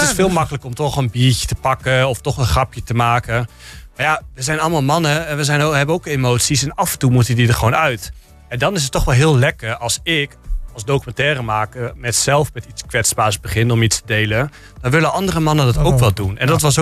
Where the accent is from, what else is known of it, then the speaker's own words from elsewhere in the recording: Almelo, Overijssel, Netherlands; moved away as an adult; also born or lived in Groningen / Utrecht; ik ben 2 jaar geleden weer terug verhuisd naar mijn geboortestad, Almelo.